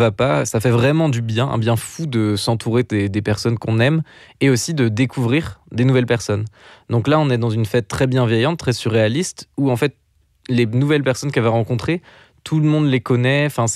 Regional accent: France; Je suis français

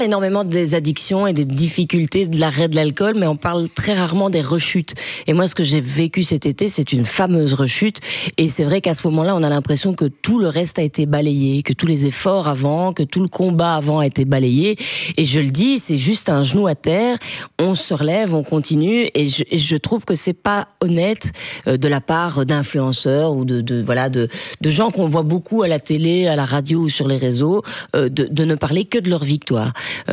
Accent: Charleroi, Wallonia, Belgium; c'était compliqué à une période de dire je viens de Charleroi et de l'assumer. Maintenant, je le clame, je le crie haut et fort. Je suis fière de ma ville. Je suis fière de venir de là.

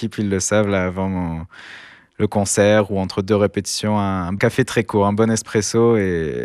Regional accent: Nice, Provence-Alpes-Côte d'Azur, France; now in Liège, Belgium; Je viens de Nice

